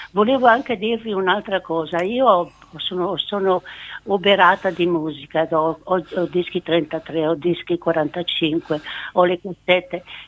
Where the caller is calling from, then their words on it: Brescia, Lombardy, Italy; Dalla Brescia periferia.